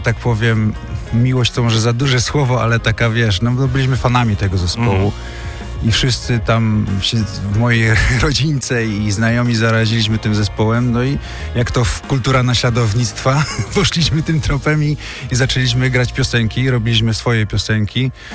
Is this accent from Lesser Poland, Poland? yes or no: yes; Mędków, Lesser Poland, Poland; bo pochodzę z takiej miejscowości Mędków, która jest nieopodal, powiedzmy, Chrzanowa, czyli w połowie drogi między Katowicami a Krakowem.